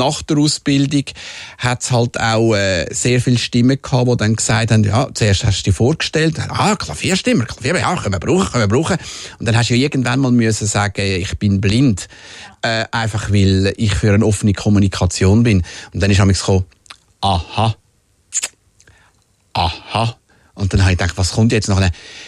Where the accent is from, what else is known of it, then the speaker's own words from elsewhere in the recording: Zurich, Switzerland; also born or lived in Winterthur; oder wo wir von Winterthur auf Zürich gezügelt sind und es im Quartier nicht mehr normal war, weil ich bin ja zuerst in Winterthur aufgewachsen, bei den ersten 7 Jahren.